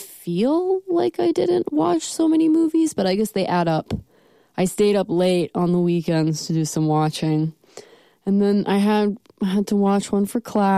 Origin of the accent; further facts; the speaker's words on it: Long Island, New York, United States; now in Virginia, United States; because I am from Long Island, New York, proudly so